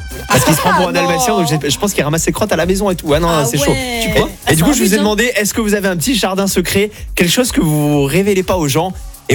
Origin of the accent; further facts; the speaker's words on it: Mont-de-Marsan, Nouvelle-Aquitaine, France; Et moi, je viens de Mont-de-Marsan, dans les Landes.